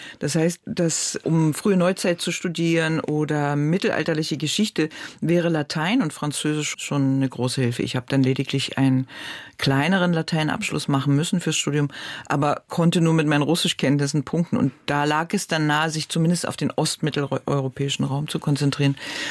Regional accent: Berlin, Germany; Ich bin an der Mauer groß geworden. Aber die DDR war ja ein propagandistisch und ideologisch ein Zukunftsstaat.

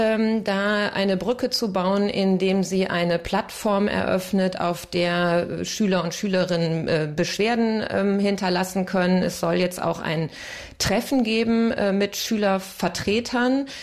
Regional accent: Germany; now in France; als Deutsche hier

